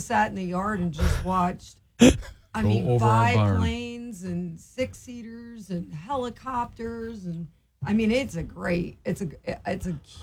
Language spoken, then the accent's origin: English; Kinderhook, New York, United States; now in Chatham, United States; I grew up in Columbia County. I was originally from Kinderhook.